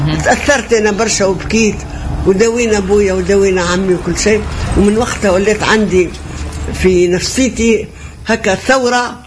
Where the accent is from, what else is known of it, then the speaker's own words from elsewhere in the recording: Sfax, Sfax Governorate, Tunisia; من مواليد 26 أكتوبر 1936. اتولدت في مدينة صفاقس في البلاد العربي